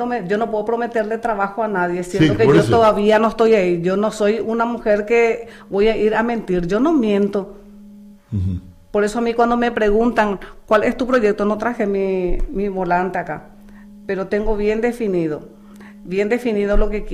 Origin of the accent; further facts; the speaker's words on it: Paraguay; Yo estoy luego viviendo ahí cerca del puente. Yo soy de Ciudad Nueva.